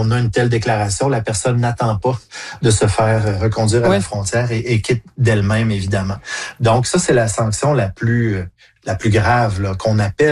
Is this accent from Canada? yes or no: yes; Canada; chez nous au Canada, le délai qu'on a décidé, c'est un délai de 10 jours.